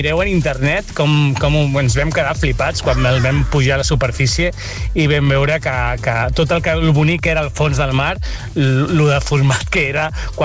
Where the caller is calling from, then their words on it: Granollers, Catalonia, Spain; de Granollers